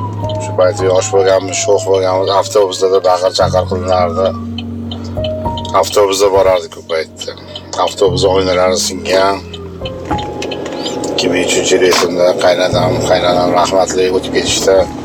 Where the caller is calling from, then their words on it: Tashkent, Uzbekistan; Toshkentdanmiz.